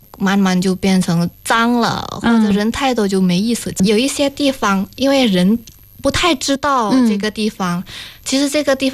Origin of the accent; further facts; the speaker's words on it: Yogyakarta, Special Region of Yogyakarta, Indonesia; moved away as an adult; 我爸爸是在印尼出生的，对，我也是在印尼出生。